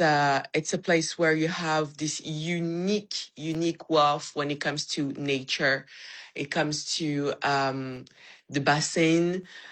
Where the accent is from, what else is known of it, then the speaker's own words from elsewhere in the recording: Gabon; moved away as an adult; also born or lived in Atlanta, United States; now in Republic of the Congo; I originated from there, but I didn't really live there. I grew up in Gabon.